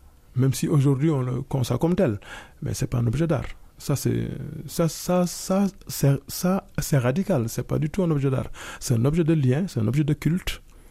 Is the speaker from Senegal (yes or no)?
yes; Senegal; Et puis, moi, en tant que Sénégalais, j'ai eu la chance de voir quelques masques